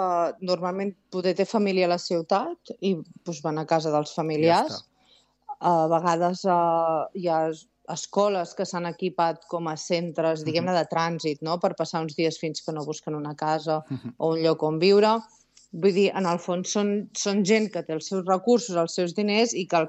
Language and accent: Catalan; Celrà, Catalonia, Spain; now in Ouagadougou, Burkina Faso; a Celrà, que és el meu poble d'on soc.